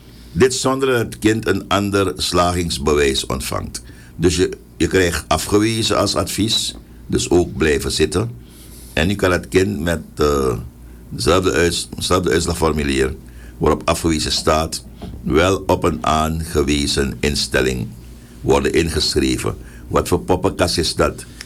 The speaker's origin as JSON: {"language": "Dutch", "country": "Suriname", "said": "Tegelijkertijd mogen wij als Surinamers kritisch blijven op wat er daadwerkelijk is bereikt."}